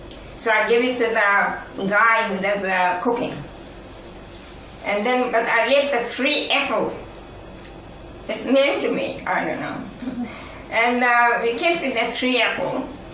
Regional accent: India; As Indian boys

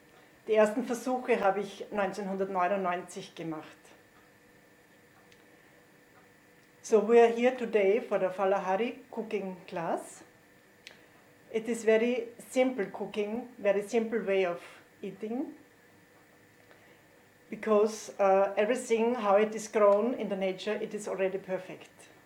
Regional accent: Lower Austria, Austria; Ich komme aus Österreich. Lebe derzeit in Krems.

